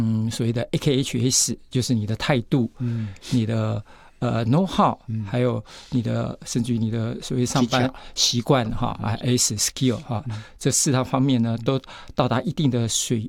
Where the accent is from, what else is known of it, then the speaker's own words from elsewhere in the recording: Taiwan; 我们台湾人